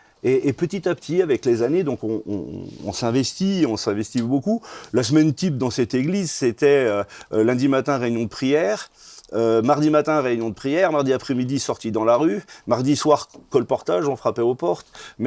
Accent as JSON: {"language": "French", "country": "Portugal", "said": "moi, je suis portugais"}